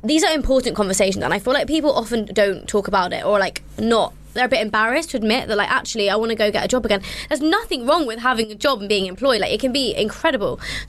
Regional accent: London, United Kingdom; And I'm Indian, but I am of the Jain religion, but also born and raised in London.

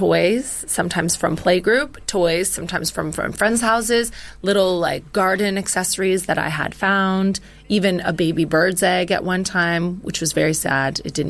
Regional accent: Sarnia, Ontario, Canada; I'm from Sarnia, which is very close to Detroit.

